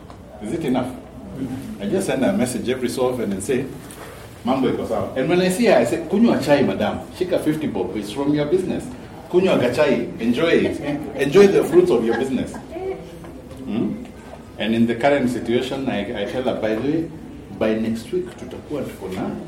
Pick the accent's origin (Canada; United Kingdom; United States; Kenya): Kenya; Yes, I am Kenyan.